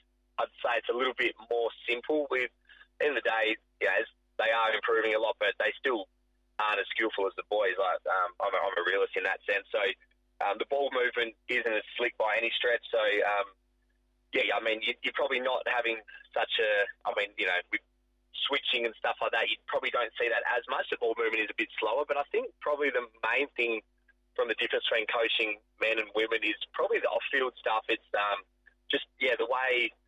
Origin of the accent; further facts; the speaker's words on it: Northampton, Western Australia, Australia; we were a massive footy family growing up in Northampton.